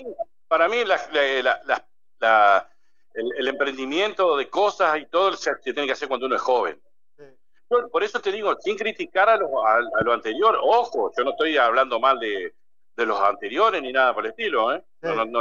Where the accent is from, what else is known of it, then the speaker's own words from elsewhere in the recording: Diamante, Entre Ríos, Argentina; yo soy de Diamante, de Entre Ríos, y trabajo en la dirección de turismo de la ciudad